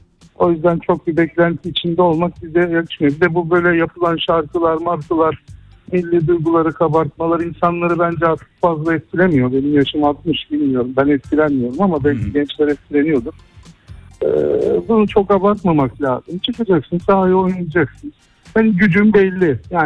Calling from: Istanbul, Turkey; İstanbul'dan.

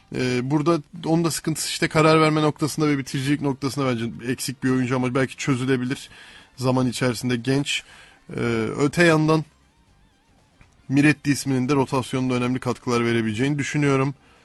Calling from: Istanbul, Turkey; Merhaba, iyi yayınlar. İstanbul'dan

